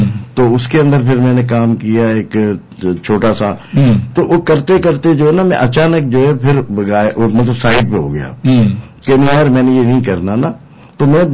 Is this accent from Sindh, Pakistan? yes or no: yes; Karachi, Sindh, Pakistan; born there; تو پھر وہاں پہ جو ہے نا ہمارا ایک محلہ ہے, رنچو لائن نام سنا ہوگا, مارواڑی لائن نا, تو وہیں میری پیدائش ہے.